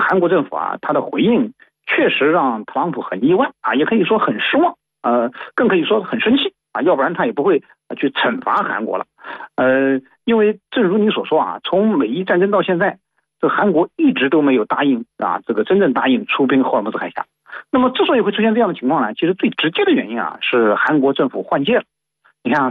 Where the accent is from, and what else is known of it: China